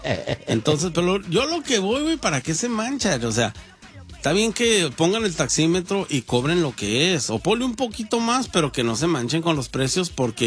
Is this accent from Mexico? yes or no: yes; Mexico; y sí soy del Cerro Bajado a mucha honra